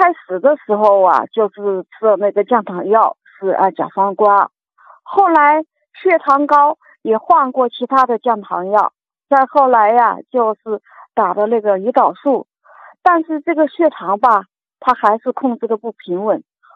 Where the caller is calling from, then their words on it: Beijing, China; 我北京海淀区的。